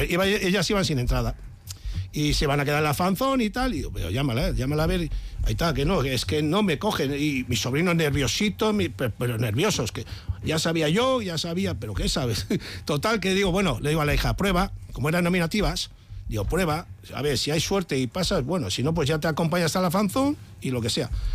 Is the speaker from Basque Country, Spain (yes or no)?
yes; San Sebastián, Basque Country, Spain; A ver, yo soy de Donostiarra, bueno, de aquí de Alza, tal. Donostiarra, la Real lo he mamado, yo jugaba fútbol hasta los 18